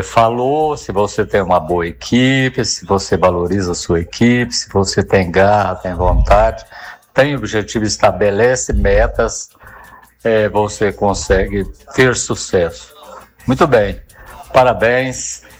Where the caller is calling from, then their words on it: Morrinhos, Goiás, Brazil; Tô falando de Morrinhos, Goiás.